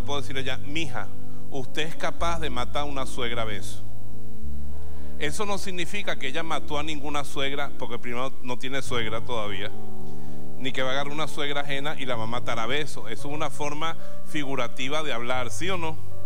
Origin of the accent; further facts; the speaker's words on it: Bejuma, Carabobo, Venezuela; Y yo me convertí en Bejuma, en mi pueblo. Y detrás de Bejuma hay un cerro grandote, bello, que yo siempre lo he visto con mucho cariño. Allá arriba hay tigres y venados y todo todavía.